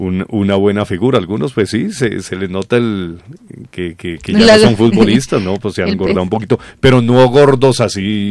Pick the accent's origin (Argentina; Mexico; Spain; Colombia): Colombia